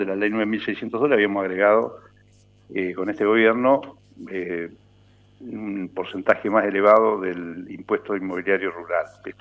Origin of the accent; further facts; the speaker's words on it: Larroque, Entre Ríos, Argentina; born there; en mi caso nací en La Roque cuando hace añares, claro, y hoy en La Roque casi no hay larroquense, digamos.